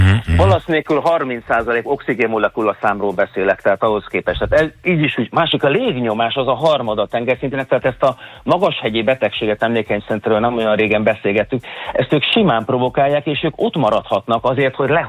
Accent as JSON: {"language": "Hungarian", "country": "Hungary"}